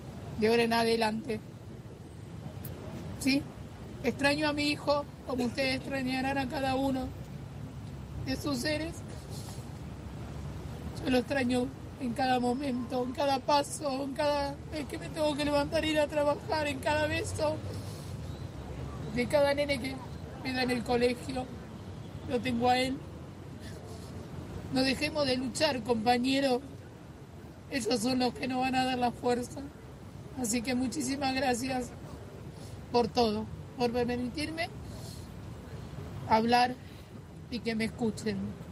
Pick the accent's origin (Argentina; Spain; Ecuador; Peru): Argentina; Lomas de Zamora, Buenos Aires Province; Soy de Lomas de Zamora, muy nuevita.